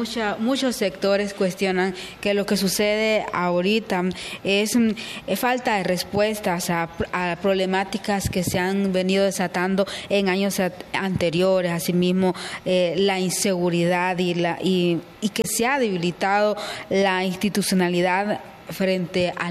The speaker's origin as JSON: {"language": "Spanish", "region": "Yoro", "country": "Honduras", "said": "nosotros como hondureños y también como lloreños"}